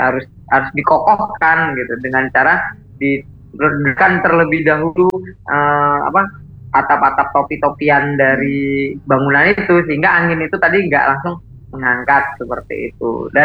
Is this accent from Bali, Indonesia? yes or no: yes; Bali, Indonesia; Bahkan dulu juga pernah ya di Bali desa kami itu ambrol gitu ya.